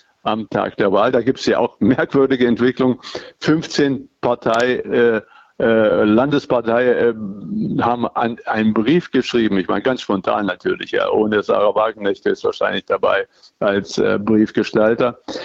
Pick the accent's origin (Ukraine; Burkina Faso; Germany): Germany; Erfurt, Thuringia; selbst als Erfurter